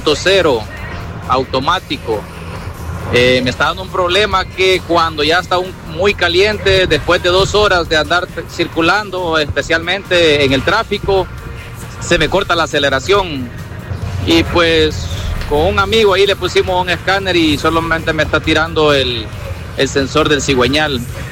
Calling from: Chalatenango, El Salvador; de Chalatenango.

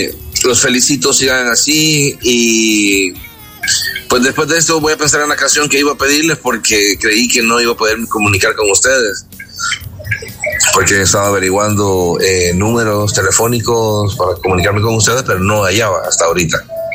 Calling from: El Salvador; Soy salvadoreño, radico aquí y todo

